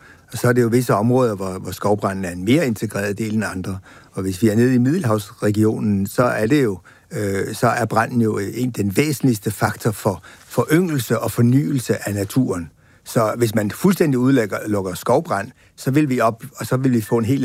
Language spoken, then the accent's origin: Danish; Central Denmark Region, Denmark; also born or lived in Frederiksberg / Humlebæk; Og så bliver … han bliver transplanteret over i Midtjylland, hvor jeg ikke kunne sproget, midt ud i en stor skov.